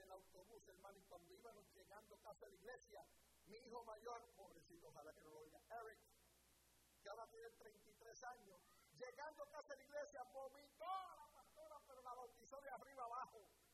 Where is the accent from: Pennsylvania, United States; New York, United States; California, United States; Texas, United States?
New York, United States; New York City; born there; also born or lived in Brooklyn; Yo nací en el Bronx.